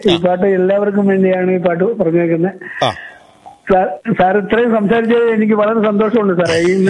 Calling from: Marathadi, Kerala, India; ഞാൻ മരത്തടിയിൽ നിന്നാണ് വിളിക്കുന്നത്.

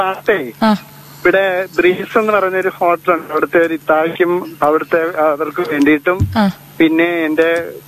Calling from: Ochira, Kerala, India; എന്റെ വീട് ഓച്ചറയാണ്.

